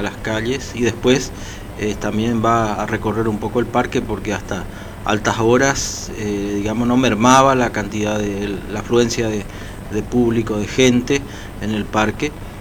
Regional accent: Oberá, Misiones, Argentina; muchos que somos de Oberá y trabajamos en otro municipio.

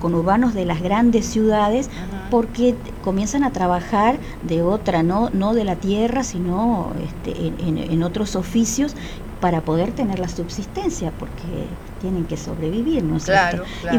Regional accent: Argentina; nosotros como nación argentina

